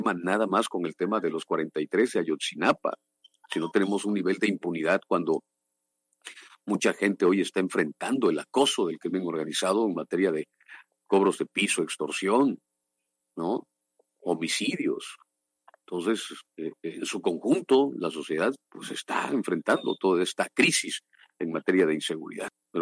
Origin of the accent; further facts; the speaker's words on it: Oaxaca, Mexico; para nosotros como oaxaqueños, que en medio de la guelaguetza de este 2026